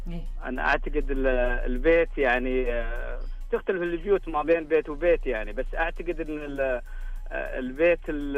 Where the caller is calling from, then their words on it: Yanbu, Medina Province, Saudi Arabia; أكلمكم من ينبع الصناعية.